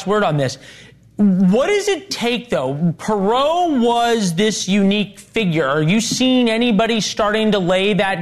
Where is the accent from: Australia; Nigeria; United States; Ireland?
United States; Missouri; Races in Michigan, Wisconsin, my home state of Missouri, something to watch there.